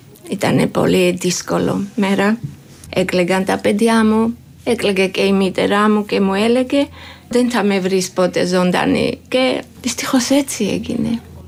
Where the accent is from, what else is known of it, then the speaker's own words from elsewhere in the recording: Tianeti, Mtskheta-Mtianeti, Georgia; Greek is a second language; moved away as an adult; now in Greece; Είμαι από την Γεωργία. Στη Γεωργία υπάρχει ένα μικρό πόλι, Τιανέτι. Εγώ από εκεί είμαι.